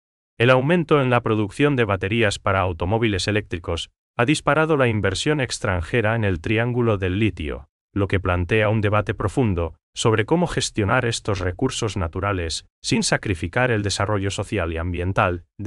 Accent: Paraguay; Para nosotros en Paraguay

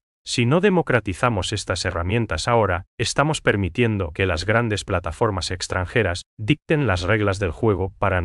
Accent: Paraguay; El desafío para nosotros como paraguayos es cerrar la brecha digital

